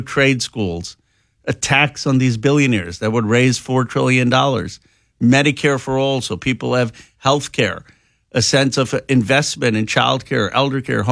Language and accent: English; Bucks County, Pennsylvania, United States; the people I grew up in Bucks County that saw the steel mills shut down